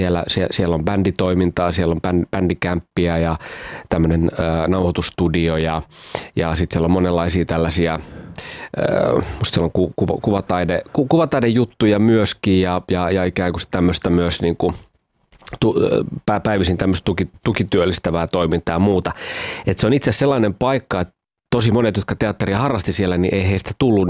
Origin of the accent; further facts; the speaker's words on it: Pori, Satakunta, Finland; born there; also born or lived in Kuorevesi, Finland; me muutettiin tosiaan silloin sieltä Kuorvedeltä Poriin ja mä aloitin tokaluokan siellä